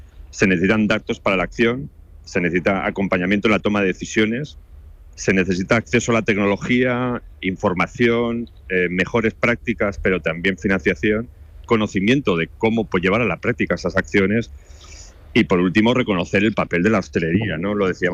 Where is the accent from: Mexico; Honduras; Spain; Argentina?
Spain; tal y como somos los españoles